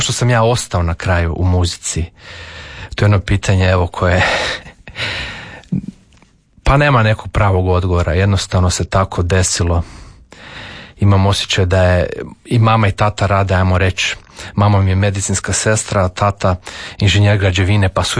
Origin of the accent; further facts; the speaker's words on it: Zagreb, City of Zagreb, Croatia; Odrastao sam u Zagrebu